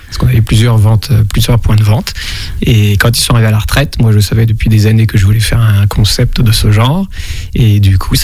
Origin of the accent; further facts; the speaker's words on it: Challans, Pays de la Loire, France; quand j'étais jeune et que je suis de Chaland